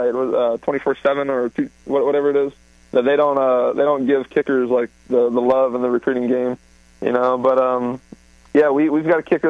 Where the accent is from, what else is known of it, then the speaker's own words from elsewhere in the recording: Delray Beach, Florida, United States; that's, 2.5-3 hours away from where I grew up in Delray Beach.